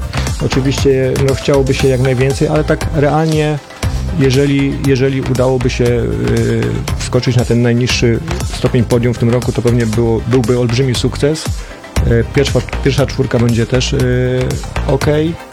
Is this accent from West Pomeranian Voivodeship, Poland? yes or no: no; Lubusz Voivodeship, Poland; to oczywiście jeziora, lasy, jezioro Niesłyszno. Całe życie wychowywałem się obok tego jeziora, więc przepiękne jezioro.